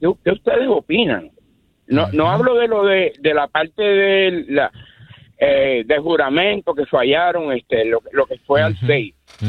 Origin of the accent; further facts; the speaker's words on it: Puerto Rico; Yo como puertorriqueño, yo quisiera saber qué ustedes opinan